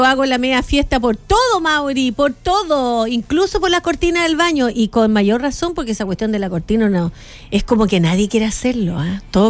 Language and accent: Spanish; northern Chile, Chile; somos guapas las chilenas